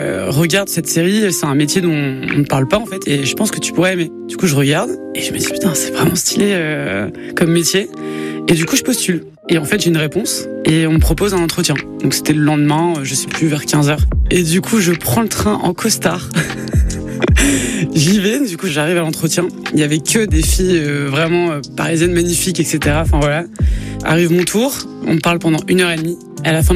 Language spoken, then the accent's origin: French; Lille, Hauts-de-France, France; J'ai dit, bah je viens de Lille